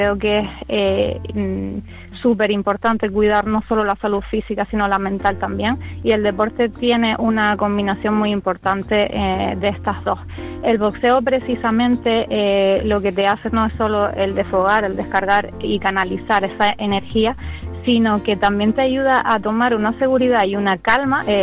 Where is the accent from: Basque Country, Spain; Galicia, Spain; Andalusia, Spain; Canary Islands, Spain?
Canary Islands, Spain; Lanzarote; ¿Qué me gustaría lograr? Pues mira, no solo para mi tierra, sino para Canarias en general.